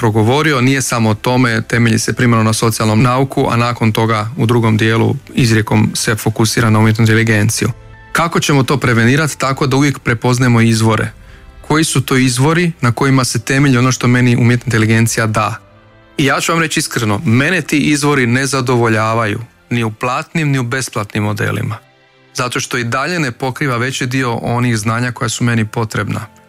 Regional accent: Virovitica, Virovitica-Podravina County, Croatia; moved away; prvi put kad idem ponovno u moj rodni kraj

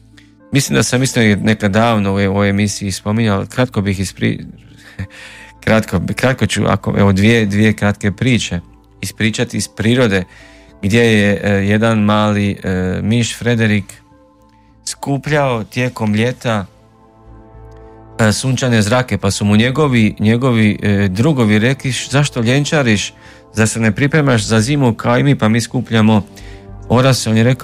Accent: Babska, Vukovar-Syrmia County, Croatia; Da, postoji, rodom sam iz mjesta Babska gdje rad odlazi, gdje žive i moji.

